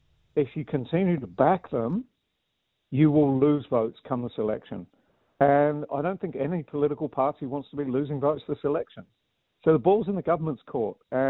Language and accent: English; New Zealand; also born or lived in England; I'm Pākehā. I was born in England. I grew up in New Zealand